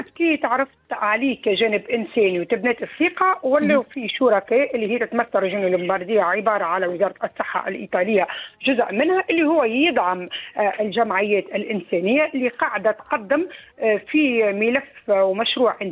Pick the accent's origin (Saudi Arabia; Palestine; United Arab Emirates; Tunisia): Tunisia; مسيرش كما نقولوا احنا في تونس او غيرها مش كان تونس وكهوا